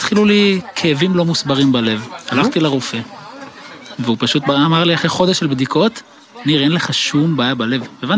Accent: Lahav, Southern District, Israel; אז אני מקיבוץ להב, נולדתי וגדלתי כאן

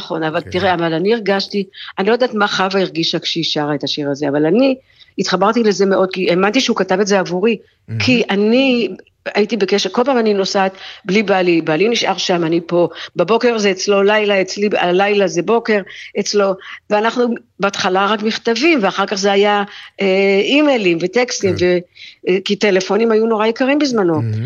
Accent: Kerem HaTeimanim, Tel Aviv District, Israel; born there; אני יש לי כאן דירה ואני מסתכלת לכיוון דרום, איפה שנולדתי, בקרם התימנים, אני רואה את קרם התימנים מפה

